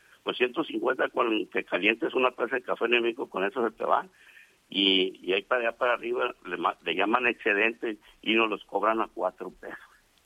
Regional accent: Mexico; somos los mexicanos

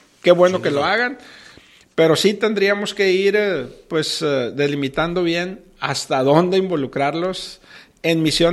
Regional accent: Mexico; nos hagan sentir orgullosos como mexicanos

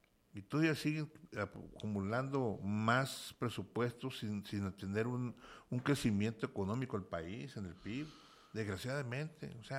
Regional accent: Mexico

